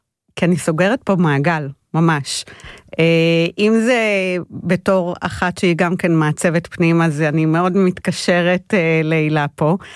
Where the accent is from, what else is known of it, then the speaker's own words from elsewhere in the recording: Hadera, Haifa District, Israel; אני מחדרה, אני בת 50, אימא לשלוש בנות מתבגרות